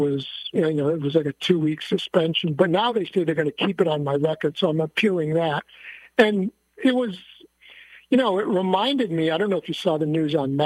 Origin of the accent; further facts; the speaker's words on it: Niagara Falls, New York, United States; Yeah, I grew up in Niagara Falls, New York, home to one of the seven wonders of the world, the beautiful falls and the beautiful gorge there.